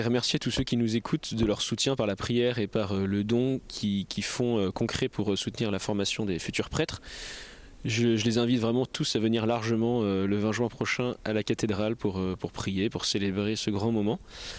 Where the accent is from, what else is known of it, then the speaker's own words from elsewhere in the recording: Épernay, Grand Est, France; donc j'ai grandi à Épernay, mais j'ai peu participé à la vie paroissiale et je suis vite parti à l'internat